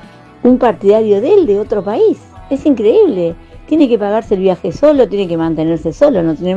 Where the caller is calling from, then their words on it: General Pacheco, Buenos Aires Province, Argentina; de Pacheco.